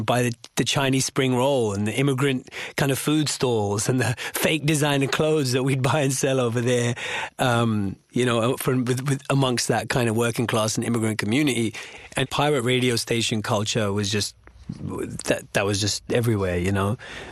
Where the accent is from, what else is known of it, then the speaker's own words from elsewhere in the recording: Wembley, London, United Kingdom; So I grew up in the, you know, in the mid-90s in the UK. I grew up in Wembley.